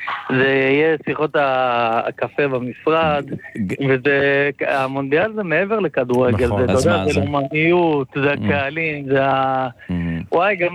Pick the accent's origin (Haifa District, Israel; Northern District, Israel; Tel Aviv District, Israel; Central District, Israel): Tel Aviv District, Israel; Holon; born there; moved away as an adult; now in Jerusalem, Israel; אני יליד חולון. חולון, עברתי לירושלים לפני 8 שנים.